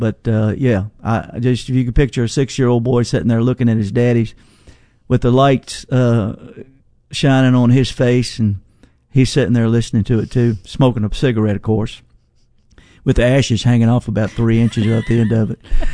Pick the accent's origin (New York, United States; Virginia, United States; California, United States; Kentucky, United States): Virginia, United States; Nelson County; growing up in Nelson County, Virginia, and those 50s, 60s, 70s